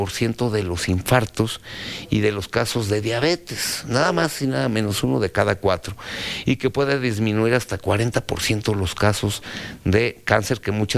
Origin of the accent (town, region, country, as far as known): Mexico